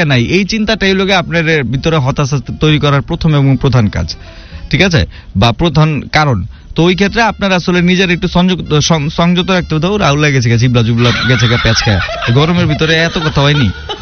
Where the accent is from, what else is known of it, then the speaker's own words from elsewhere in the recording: Dhaka, Dhaka Division, Bangladesh; accent: Dhakaiya; But যেহেতু আমি ঢাকাইয়া ওই খেয়ালটা করছি। এবং আমার কথা যদি আপনি চিন্তা করেন, আমারটার ভিতরে আমি অ্যাটলিস্ট জন যেটা আমার ভিতরে আইতেছে এই ঢাকাইয়া ল্যাঙ্গুয়েজের এই অভিধান থেকেই আমি আসলে আমারটা কই।